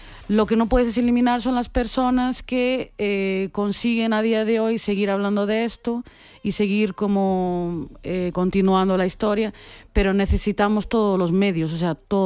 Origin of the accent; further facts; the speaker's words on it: Santiago de Compostela, Galicia, Spain; born there; soy palestina y soy hija de migrantes y nací en Santiago de Compostela, mi familia está en Turquía